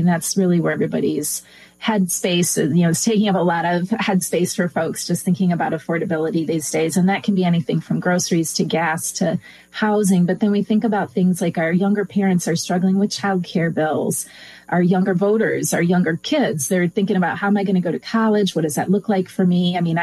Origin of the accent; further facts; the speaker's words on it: Michigan, United States; So I grew up in West Michigan